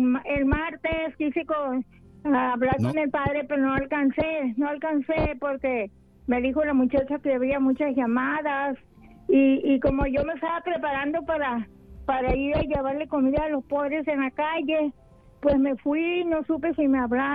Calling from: California, United States; Brole, California.

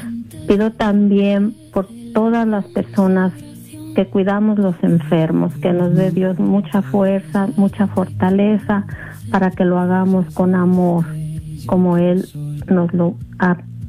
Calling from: Guadalupe, California, United States; le llamo de Guadalupe, California.

